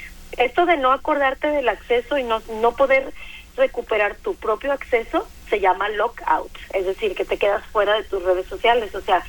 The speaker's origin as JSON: {"language": "Spanish", "country": "Mexico", "said": "porque siento que a veces como mexicanos somos un poco necios, un poco tercos."}